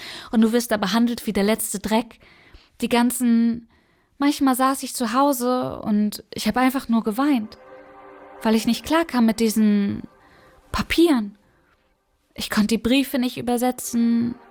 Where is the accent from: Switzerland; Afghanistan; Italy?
Afghanistan; now in Germany; Ich bin in Afghanistan geboren, 2004. Ich bin in einer Arbeiterfamilie aufgewachsen